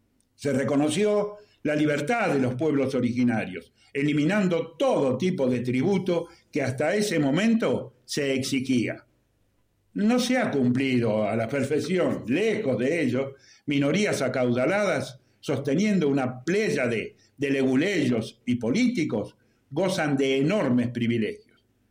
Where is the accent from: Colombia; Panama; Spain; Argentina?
Argentina; moved away; mi tierra natal, Argentina.